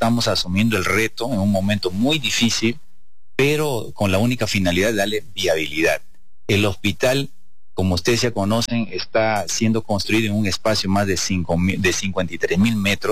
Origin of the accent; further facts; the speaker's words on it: Tarapoto, San Martín, Peru; now in Cajamarca, Peru; Yo soy de San Martín, para ser exacto, de Tarapoto.